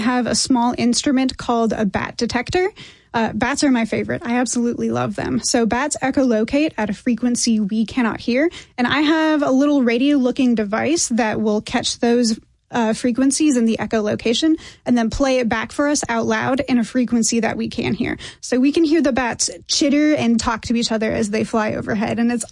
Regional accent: Montana, United States; now in Tennessee, United States; I grew up in Montana.

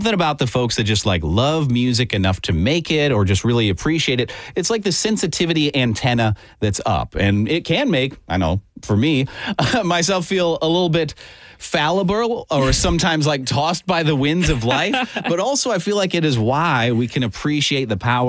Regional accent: North Dakota, United States; I had twang in my voice, and I'm from North Dakota.

